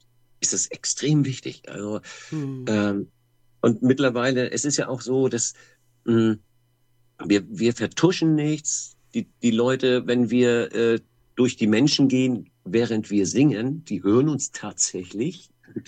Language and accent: German; Hamburg, Germany; Ich komme tatsächlich auch aus Hamburg.